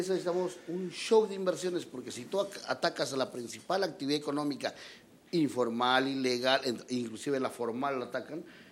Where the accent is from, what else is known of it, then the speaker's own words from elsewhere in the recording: Peru; los que somos del sur, los que somos de JP, somos peruanos.